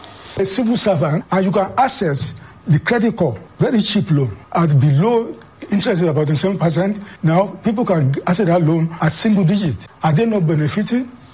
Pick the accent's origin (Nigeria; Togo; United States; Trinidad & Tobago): Nigeria; I'm a Nigerian. I have people working for me privately.